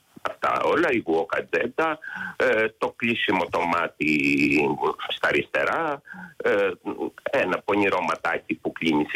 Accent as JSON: {"language": "Greek", "town": "Lamia", "region": "Central Greece", "country": "Greece", "tie": "born or raised there", "said": "από μικρό παιδί, από την πατρίδα μου, από τη Λαμία."}